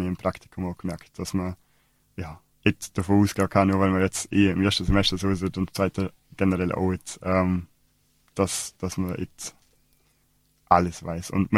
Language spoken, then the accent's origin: German; Vorarlberg, Austria; Ich komme selber aus dem Bregenzer Wald